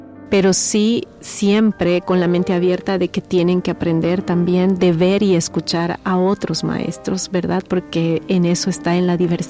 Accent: El Salvador

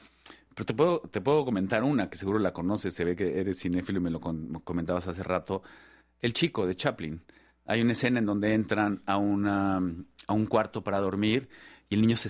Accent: Mexico; Yo realmente crecí viendo telenovelas en México y después tuve esta atracción por el cine

